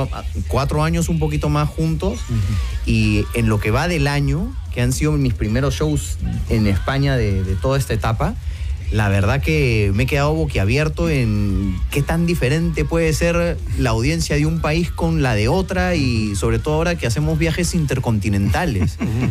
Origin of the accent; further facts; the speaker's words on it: Peru; Yo soy de Perú